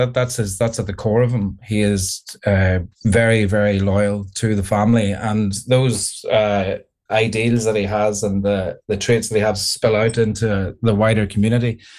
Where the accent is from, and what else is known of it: Ireland; accent: Irish